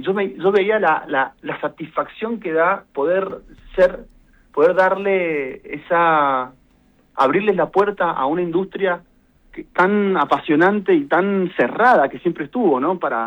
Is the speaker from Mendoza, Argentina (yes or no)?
yes; Mendoza, Argentina; Bueno, siendo mendocino, uno tampoco está tan lejos de eso, ¿no? Uno lo vive siempre.